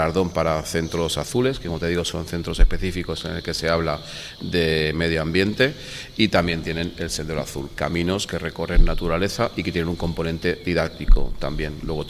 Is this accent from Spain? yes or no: yes; Benidorm, Valencian Community, Spain; born or raised there